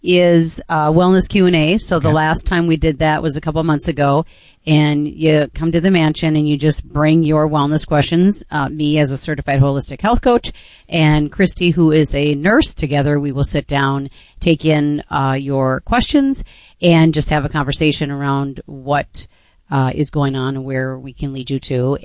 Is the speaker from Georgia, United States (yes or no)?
no; North Dakota, United States; And I grew up in North Dakota